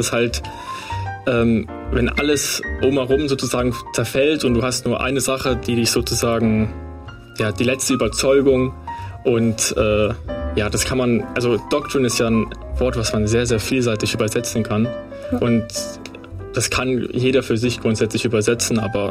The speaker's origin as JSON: {"language": "German", "town": "Würzburg", "region": "Bavaria", "country": "Germany", "lives_now": "Munich, Germany", "said": "Ich komme tatsächlich aus Würzburg und bin jetzt fürs Studium nach München gekommen."}